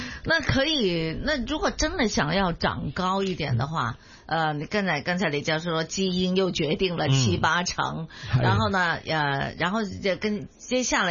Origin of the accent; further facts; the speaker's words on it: China; 我們小時候我在國內長大